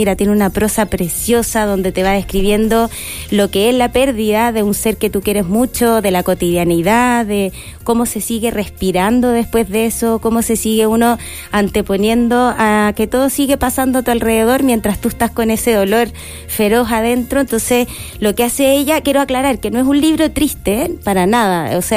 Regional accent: Chile

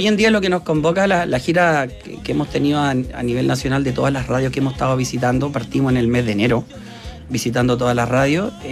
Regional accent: Quinta Normal, Santiago Metropolitan Region, Chile; born or raised there; now in Lampa, Chile

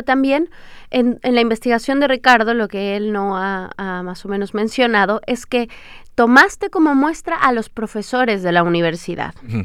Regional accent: Mexico; now in Chile; una acá sufriendo como buena mexicana.

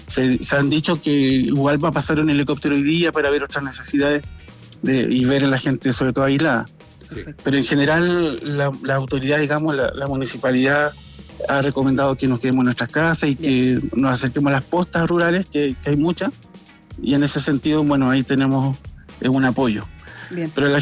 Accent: Coquimbo, Chile; Llevo 3 años, pero soy de aquí, soy del Valle del Quillo. Y, pero he estado aquí en muchas partes, he estado en Comorbalá, he estado en Montepatria, así que más o menos conozco.

